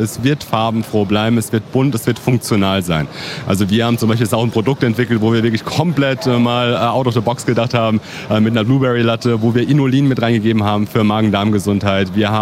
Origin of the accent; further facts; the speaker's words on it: Germany; Also ich bin ein Deutscher, man hört es ja.